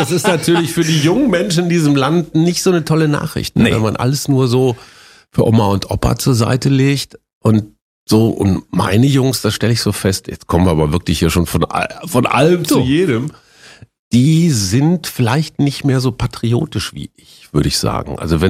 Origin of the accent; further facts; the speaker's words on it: Münster, North Rhine-Westphalia, Germany; Die städtischen Bühnen in Münster, meiner Heimatstadt, in Westfalen, lagen direkt gegenüber vom Verlagsgebäude